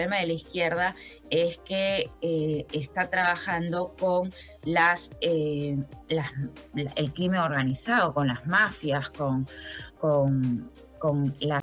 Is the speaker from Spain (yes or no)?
no; Peru